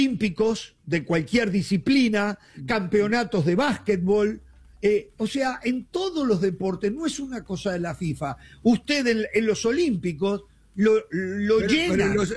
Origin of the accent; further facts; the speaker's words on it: Uruguay; Yo voy a hablar de mi pueblo, el uruguayo.